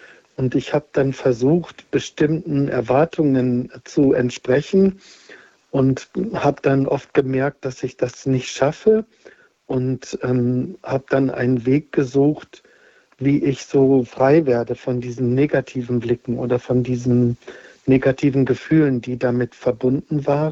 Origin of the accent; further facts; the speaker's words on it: Northern Germany, Germany; moved away as an adult; now in Hochaltingen, Germany; also ich bin 58 Jahre alt und ich komme aus Norddeutschland und bin Priester des Bistums Osnabrück.